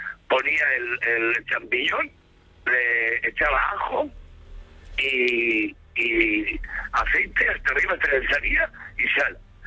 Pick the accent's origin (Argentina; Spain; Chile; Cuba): Spain; Gallur, Aragon; born or raised there